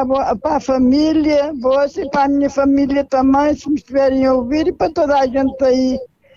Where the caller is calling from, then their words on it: Portugal; Sim, eu sou aqui do Vilar também, do Poiares.